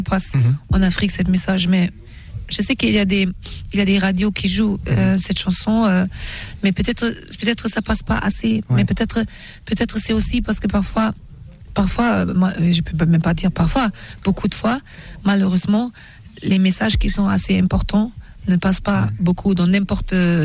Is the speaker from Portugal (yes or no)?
no; Germany; born or raised there